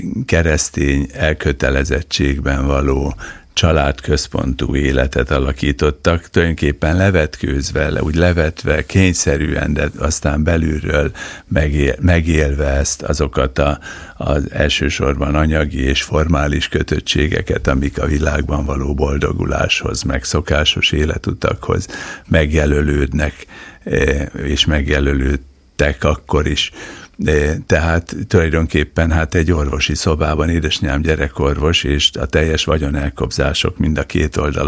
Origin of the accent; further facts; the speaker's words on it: Miskolc, Borsod-Abaúj-Zemplén, Hungary; born there; 50 éve, hogy az általános iskolás életünket befejeztük, ahol egy nagyon összetartó jó közösségünk volt Miskolcon